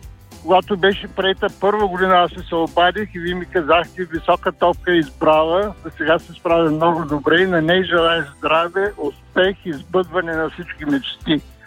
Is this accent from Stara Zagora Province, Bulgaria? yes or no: yes; Stara Zagora, Stara Zagora Province, Bulgaria; съм от Стара Загора, но в момента съм в едно село на 30 км, се обаждам от градината.